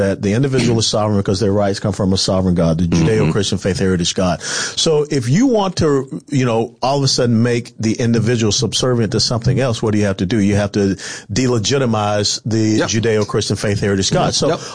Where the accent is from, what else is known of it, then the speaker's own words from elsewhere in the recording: Georgia, United States; moved away as an adult; So even though I grew up in Georgia, I went to the University of Tennessee and got my commission in, through Army ROTC.